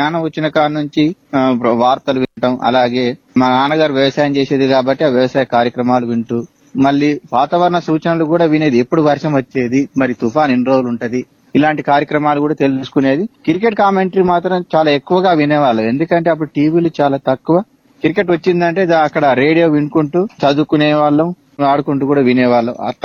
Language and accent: Telugu; Rampuram, Telangana, India; మాది భద్రాద్రి కొత్తగూడెం జిల్లా చించుపల్లి మండలం రాంపురం గ్రామం.